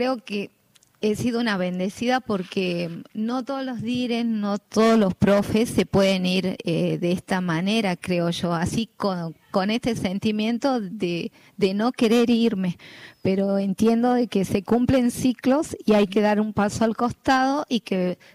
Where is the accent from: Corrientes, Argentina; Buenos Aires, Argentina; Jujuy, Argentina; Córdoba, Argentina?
Jujuy, Argentina; Moreno; yo soy de Moreno en realidad, yo vivo en Moreno.